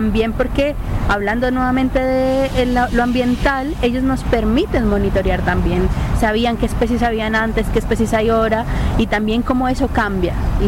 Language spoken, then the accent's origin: Spanish; Colombia; Y yo principalmente, bueno, soy de Colombia y me posiciono desde el pensamiento ambiental latinoamericano.